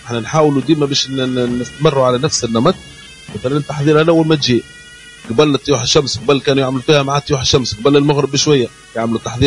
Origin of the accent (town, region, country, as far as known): Djerba, Medenine, Tunisia